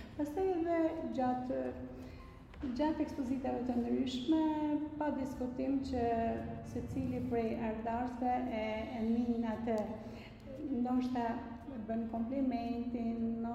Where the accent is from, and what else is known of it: Shkodër, Shkodër County, Albania